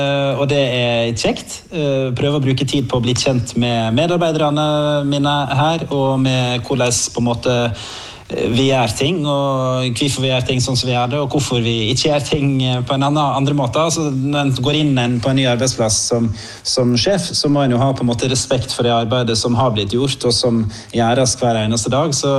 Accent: Førde, Vestland, Norway; now in Sogndal, Norway; Jeg er jo fra Førde i Sunnfjord egentlig.

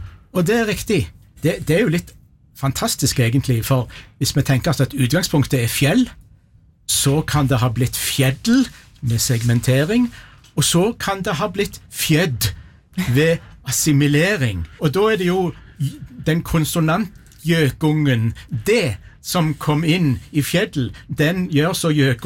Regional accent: Rogaland, Norway; I at dette selvsagt ikke bare er et Rogalandsfenomen, men jeg brukte heimfylket mitt som eksempel i det innslaget for noen veger siden.

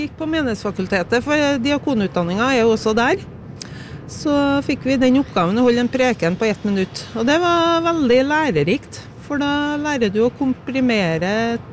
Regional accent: Trøndelag, Norway; Ja, der det 60-70 innbyggere, der jeg kommer fra da, det hjemgården min, så det en trøndersk gårdsbruk.

